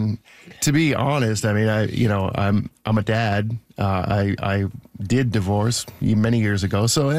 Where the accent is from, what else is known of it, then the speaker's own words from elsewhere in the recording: Toronto, Ontario, Canada; also born or lived in Norwood; So I moved, my dad lived there, and I moved from Toronto to Norwood to live with my dad and started going to high school there.